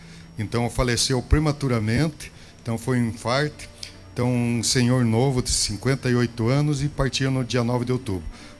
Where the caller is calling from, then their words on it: Praia Grande, São Paulo, Brazil; Praia Grande.